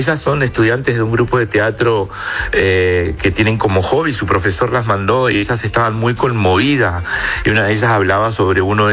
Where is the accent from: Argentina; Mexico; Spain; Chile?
Chile; La Unión, Los Ríos; born there; en Valdivia, que es a 80 kilómetros de donde yo nací, en La Unión, porque ahí van a estar todos mis tíos y todos mis primos y los vecinos del barrio